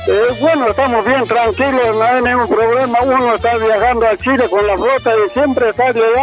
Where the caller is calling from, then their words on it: Bolivia; Estoy en mi pueblo, Cantón Villa Tarucache, Jorge Marca.